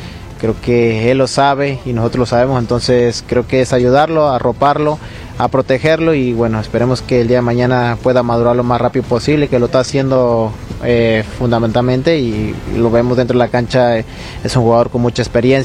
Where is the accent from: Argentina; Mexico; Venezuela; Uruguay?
Mexico; realmente somos muy pocos mexicanos con ese gran nivel